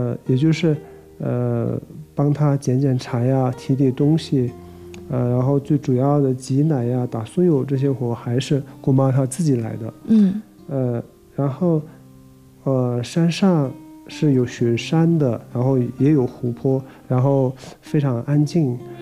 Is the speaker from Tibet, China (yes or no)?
yes; Lhozhag County, Tibet, China; 我家乡洛扎县它是一个半农半牧的这样一个区